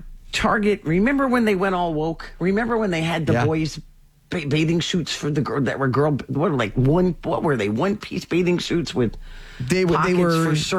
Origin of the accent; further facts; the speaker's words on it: New England, United States; I'm from New England. There was no Starbucks. It was all Dunkin'.